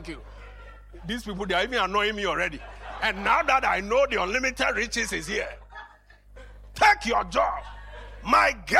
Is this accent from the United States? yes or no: no; Ghana; I said, I'm born and bred in Ghana.